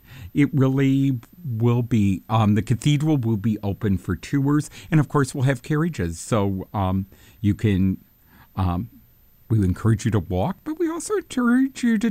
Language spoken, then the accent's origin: English; Saginaw, Michigan, United States; I hope it's okay if I say something from my own life, but of course I grew up in Saginaw